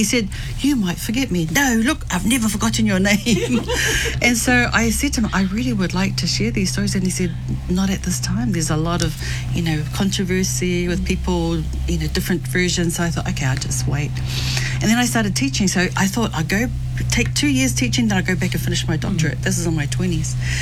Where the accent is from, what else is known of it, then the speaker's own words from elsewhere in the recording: Auckland, New Zealand; But I was brought up in Auckland, in Mangere, South Auckland.